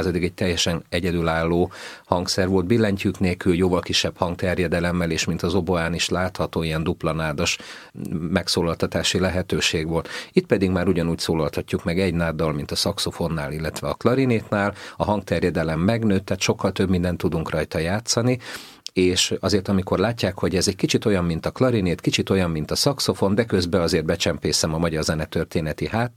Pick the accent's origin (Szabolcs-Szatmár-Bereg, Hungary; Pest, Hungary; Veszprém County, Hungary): Pest, Hungary; born or raised there